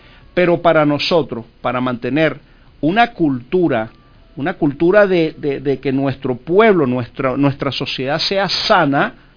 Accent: Caracas, Capital District, Venezuela; Yo me crié en una barriada, en una zona populosa de Caracas. Yo me crié en Casalta 2.

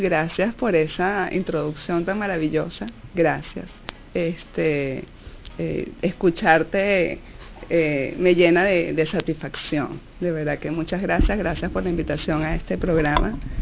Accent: Venezuela; soy una mujer venezolana

